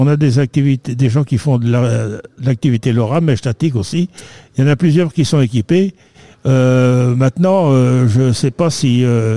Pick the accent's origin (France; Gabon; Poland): France; Issé, Pays de la Loire; born there; je suis né à Issé, moi, donc je suis né à côté.